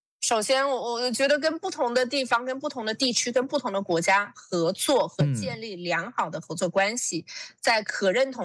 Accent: New Zealand; 我们这个国家新西兰

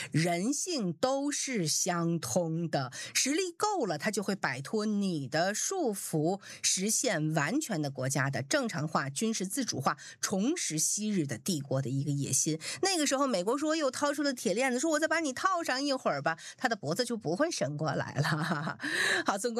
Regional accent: Tianjin, China; 跟我们天津话叫做话话巴巴

